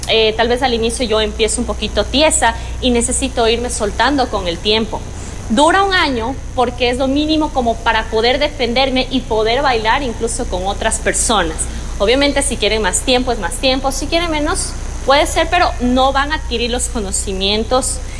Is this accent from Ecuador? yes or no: yes; Quito, Pichincha, Ecuador; En Quito, soy de Quito